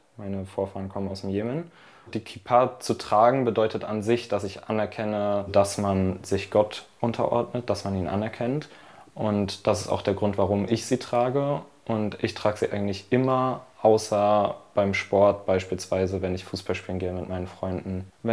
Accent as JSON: {"language": "German", "region": "Berlin", "country": "Germany", "tie": "born or raised there", "said": "ich bin 18 Jahre, ich komme aus Berlin und ich bin jüdisch"}